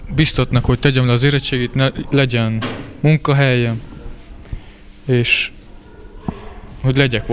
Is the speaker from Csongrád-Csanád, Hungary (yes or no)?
no; Szikszó, Borsod-Abaúj-Zemplén, Hungary; Szikszóról jöttem, 18 éves leszek